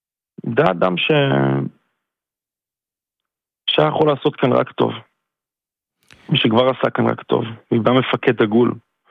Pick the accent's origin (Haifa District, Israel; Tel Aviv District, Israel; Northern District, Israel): Haifa District, Israel; Zikhron Ya'akov; ספי, אני מזכיר לכם, הוא מגיע מאלי, אני מגיע מזיכרון, הפלגה שלנו הייתה חצויה במובן הזה, חצי-חצי